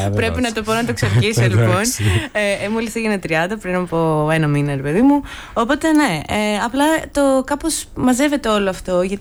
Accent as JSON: {"language": "Greek", "town": "Chalcis", "region": "Central Greece", "country": "Greece", "moved": "as an adult", "lives_now": "Athens, Greece", "said": "από όταν έφυγα από τη Χαλκίδα και ήρθα στην Αθήνα για να σπουδάσω"}